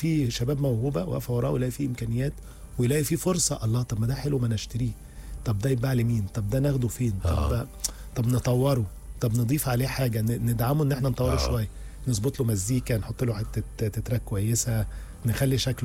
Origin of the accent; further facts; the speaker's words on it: Cairo, Cairo Governorate, Egypt; وأنا من أبناء القاهرة ومتعلم كويس